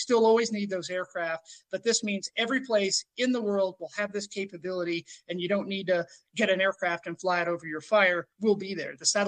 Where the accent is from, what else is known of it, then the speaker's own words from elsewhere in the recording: Gulf Coast, United States; I grew up in the Gulf Coast, so I grew up with hurricanes.